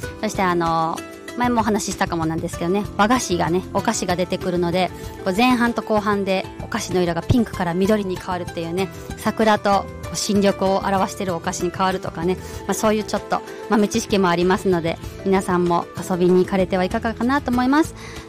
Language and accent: Japanese; Joyo, Kyoto, Japan; 今私の地元の京都府城陽市で3ヶ月連続ライブをフリーライブをやっております。